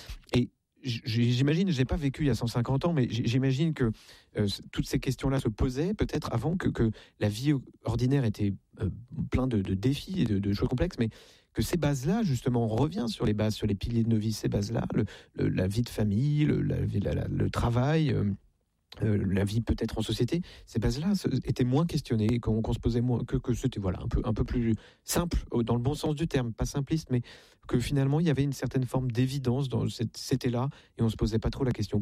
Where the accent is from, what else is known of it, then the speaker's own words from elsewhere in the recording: Versailles, Île-de-France, France; now in Le Mans, France; Je suis né à Versailles, je viens d'une famille nombreuse.